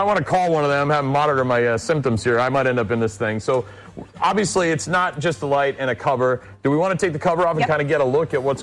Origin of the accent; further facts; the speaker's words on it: Boston, Massachusetts, United States; moved away; my home state, my home area, Boston, Massachusetts.